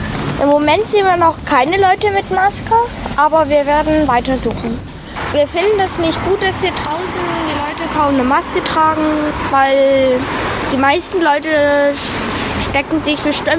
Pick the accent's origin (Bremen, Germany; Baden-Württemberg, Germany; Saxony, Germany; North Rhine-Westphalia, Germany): Saxony, Germany; Dresden; Wir kommen aus Dresden und wollen sozusagen eine Reportage machen.